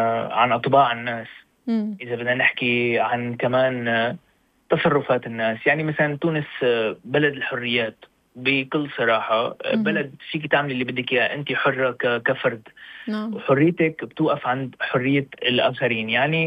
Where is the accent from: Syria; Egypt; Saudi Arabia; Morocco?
Syria; now in Tunisia; ويلاحظ من لهجتي اني انا ماني تونسي، بيقول لي من وين الاخ، بقول له والله مثلا من سوريا،